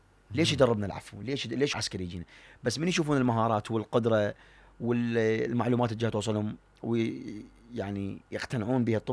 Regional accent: Iraq; احنا كعراقيين دمنا حار

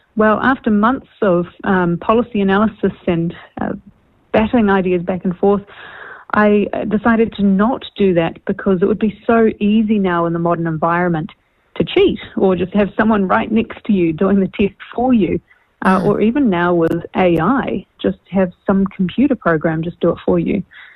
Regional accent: New Zealand

